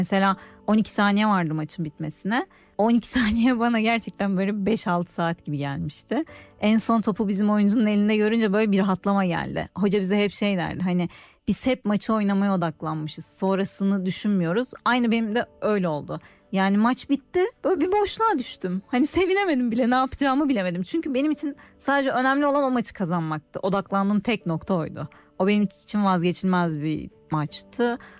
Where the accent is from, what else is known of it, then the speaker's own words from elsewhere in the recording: Istanbul, Turkey; born there; 1990 yılında İstanbul'da doğdum.